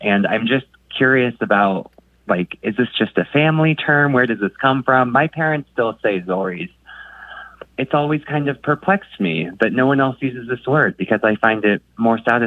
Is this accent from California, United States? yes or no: yes; California, United States; My mom's from New England and my dad's from Sacramento, and I grew up near Sacramento myself.